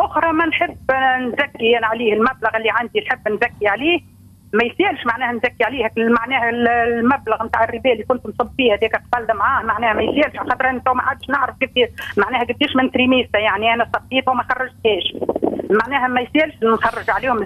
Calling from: Bir El Bey, Ben Arous, Tunisia; بير البي.

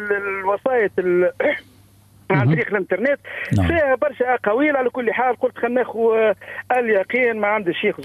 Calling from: Tunisia; أهلا وسهلا،

